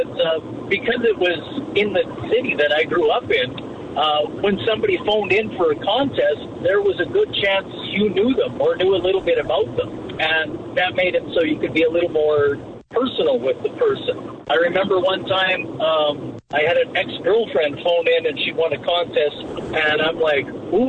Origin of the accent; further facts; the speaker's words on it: Estevan, Saskatchewan, Canada; I saw my opportunity to come home to Estevan and jump on the station. I could still be in the business, and I could be in my hometown with my friends, with my family.